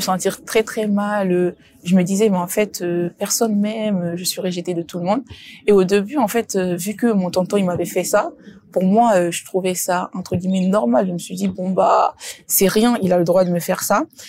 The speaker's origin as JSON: {"language": "French", "country": "Guinea", "tie": "born there", "said": "Je suis d'origine guinéenne, je viens d'une famille musulmane très très pratiquante. Du coup, je suis née en Guinée."}